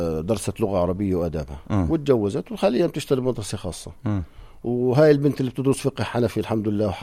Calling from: Jordan; عندنا في الأردن

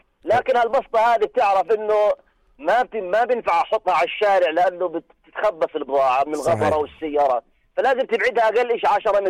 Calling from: Jordan; أنا مواطن أردني.

